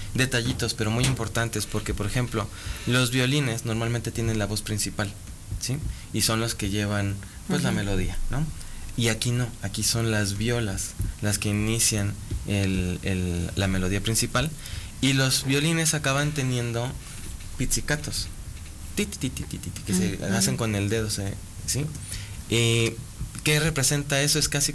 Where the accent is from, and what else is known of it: Mexico